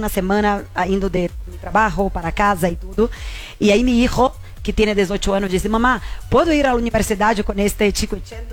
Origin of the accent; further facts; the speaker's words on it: Italy; Spanish is a second language; Estoy me movimentando mucho aquí, soy muy italiano.